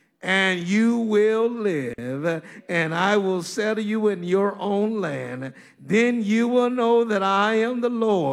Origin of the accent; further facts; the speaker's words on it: Kansas, United States; accent: country; now in Brooklyn, United States; I'm from Kansas. I know I pastor in Brooklyn, but I'm from Kansas, so sometimes, you know, my country accent gets in the way.